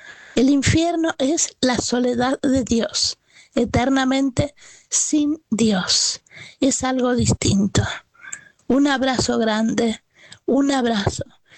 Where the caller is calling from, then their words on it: Buenos Aires, Argentina; de Villa del Parque.